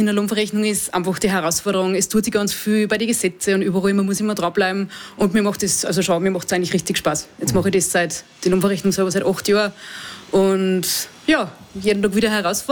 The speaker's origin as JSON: {"language": "German", "town": "Seekirchen", "region": "Salzburg", "country": "Austria", "tie": "born there", "said": "Also ich bin aus Seekirchen gebürtig und wir fahren 40 Minuten am Attersee."}